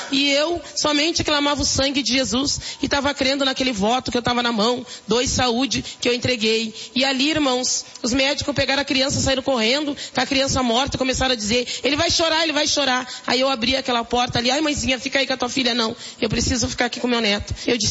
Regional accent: Porto Alegre, Rio Grande do Sul, Brazil

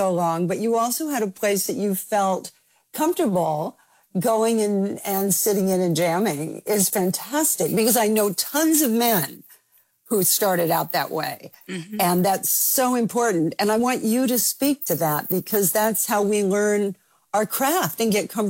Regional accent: Los Angeles, California, United States; I grew up in Los Angeles

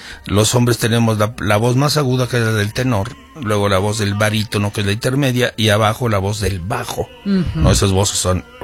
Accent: Mexico City, Mexico; moved away as an adult; now in Vienna, Austria; aquí nací, aquí crecí, aquí me formé en la Ciudad de México

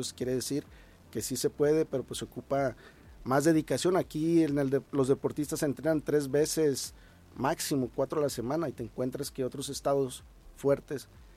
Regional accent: Colima, Mexico; Yo así lo hacía en mi niñez, yo vivía en el Diezmo

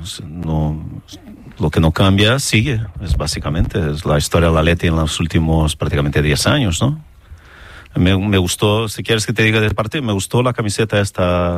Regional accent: Brazil; Soy brasileño, podemos hablar de Rafinha, podemos hablar de Endrick.

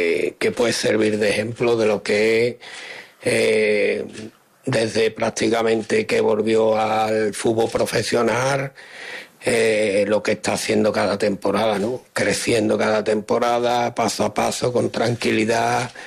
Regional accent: Spain; now in Ceuta, Spain; como español te llena de orgullo, y como caballa que me considero también

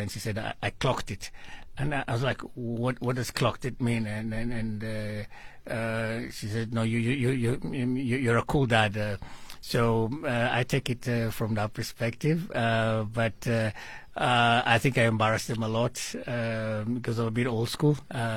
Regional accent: Kenya; moved away as an adult; now in South Africa; I'm a Kenyan

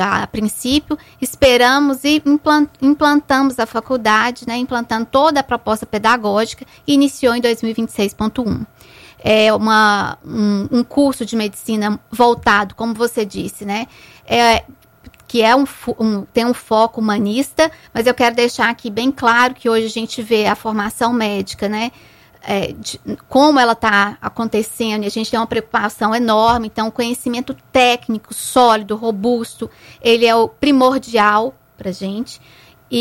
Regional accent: Minas Gerais, Brazil; moved away as an adult; now in Penedo, Brazil; sou mineira, né?

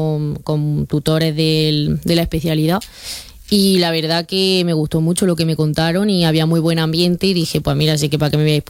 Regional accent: Sabiote, Andalusia, Spain; moved away as an adult; yo llevo mucho tiempo fuera y la verdad es que a mí me gusta mucho mi pueblo, me gusta mucho estar cerca de mi gente y estar aquí en Sabiote.

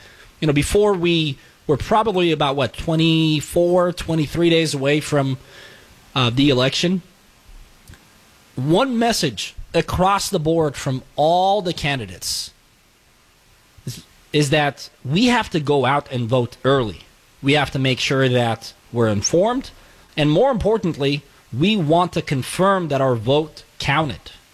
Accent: California, United States; as a Californian

